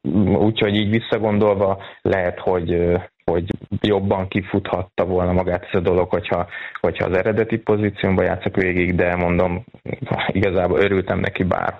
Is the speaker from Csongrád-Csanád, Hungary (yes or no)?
no; Somogy, Hungary; én is innen Somogyországból kikerülve magyarként megálltam a helyemet ott Romániába.